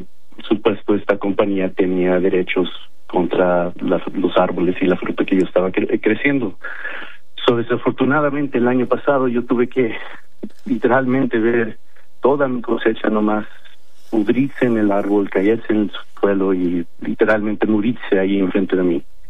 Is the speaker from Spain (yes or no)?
no; Mexico; now in Reedley, United States; soy como cualquier otra persona, mexicano aquí en los Estados Unidos, y yo me considero muy orgullosamente americano